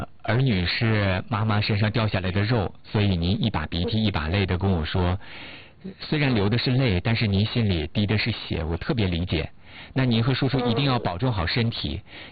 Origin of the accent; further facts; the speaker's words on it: China; 我们中国人对于家的这个渴望